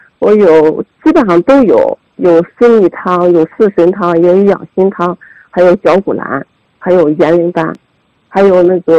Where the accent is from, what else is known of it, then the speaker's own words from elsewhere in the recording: Jining, Shandong, China; born there; also born or lived in Anxi, Gansu; 我是76年8月20出生的。我出生在甘肃安溪，然后八九岁的时候跟着我母亲回到了济宁。